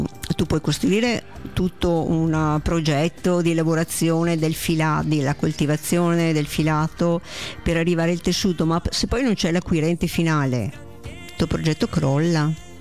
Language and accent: Italian; Monticello Conte Otto, Veneto, Italy; Io sono di Monticello Conte 8